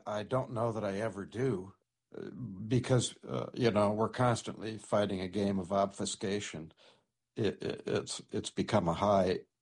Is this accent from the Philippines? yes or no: no; Storm Lake, Iowa, United States; born there; And I was born in Storm Lake.